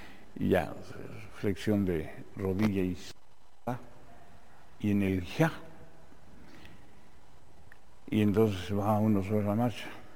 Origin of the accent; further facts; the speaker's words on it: Mexico City, Mexico; born there; por la San Juan de Aragón y Casa Alemán, donde yo nací